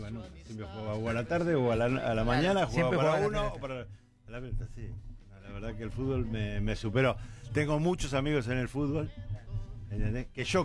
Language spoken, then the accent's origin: Spanish; Buenos Aires, Argentina